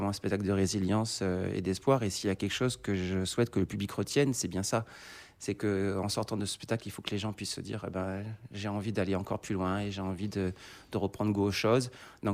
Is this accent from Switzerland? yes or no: no; New Caledonia